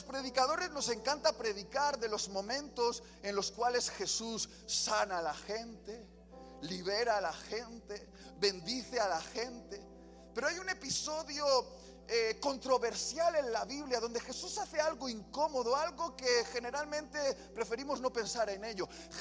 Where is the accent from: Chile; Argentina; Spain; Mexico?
Spain; Y para todos aquellos que hemos crecido en el Mediterráneo, yo soy de allí, de España, la higuera es un árbol típico en el Mediterráneo.